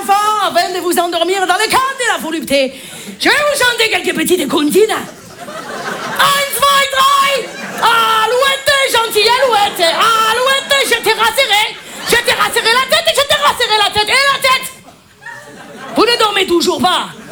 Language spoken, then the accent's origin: French; Marseille, Provence-Alpes-Côte d'Azur, France; m'y connais en accent, hein, je suis marseillaise. J'ai pas l'accent.